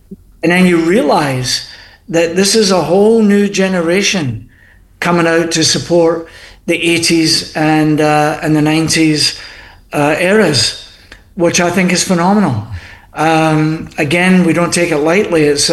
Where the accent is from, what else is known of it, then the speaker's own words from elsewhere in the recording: Scotland, United Kingdom; now in Canada; Yeah, so you know, being Scottish